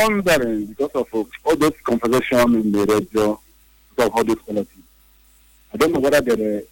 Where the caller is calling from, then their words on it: Nigeria; I'm calling from Obibo.